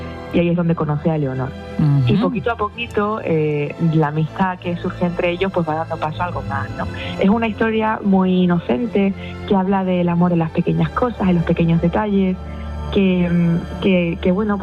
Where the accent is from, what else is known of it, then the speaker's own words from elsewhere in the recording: Extremadura, Spain; Y a mí me gusta mucho mi tierra, me gusta estar con mis amigas de allí, con mis abuelos, con mis tíos, con mis padres, con mi mascota. Y voy, la verdad, que siempre que puedo, que no suele ser muy a menudo, porque por desgracia también las comunicaciones que tenemos en Extremadura son complicadas